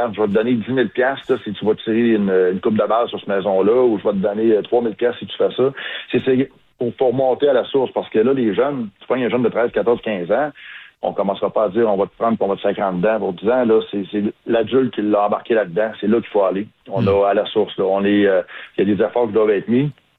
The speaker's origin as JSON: {"language": "French", "town": "Quebec City", "region": "Quebec", "country": "Canada", "said": "Puis à Québec, même à Québec, moi je viens de Québec, puis Québec, ça a toujours été tranquille."}